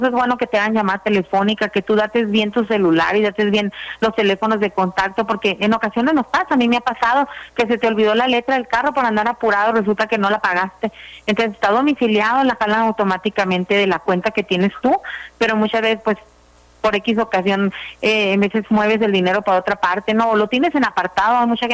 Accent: Cananea, Sonora, Mexico; nos estamos apoyando entre las 3 vendedoras que somos de aquí de Cananea

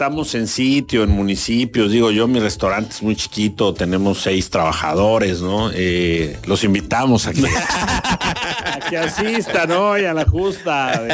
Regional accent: Mexico; lo que los mexicanos estamos construyendo

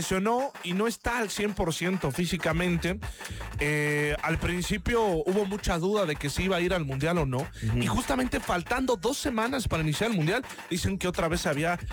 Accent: Mexico

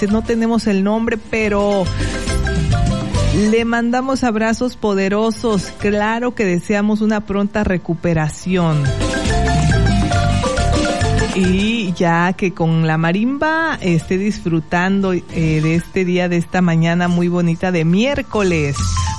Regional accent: Chiapas, Mexico; Llegamos como buenos chiapanecos

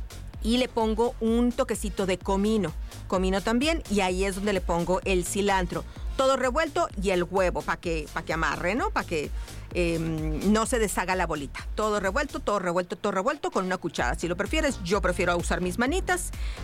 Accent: Sonora, Mexico; como buena madre sonorense

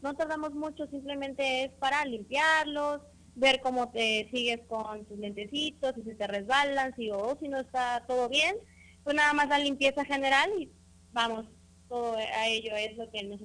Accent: Tonalá, Jalisco, Mexico; somos de aquí, de Tonalá, somos del pueblo y nos gusta ayudar, la verdad.

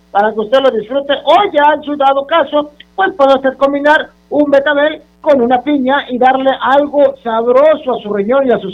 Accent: Mexico; somos bien mexicanos y pareciera ser que representan nuestra bandera

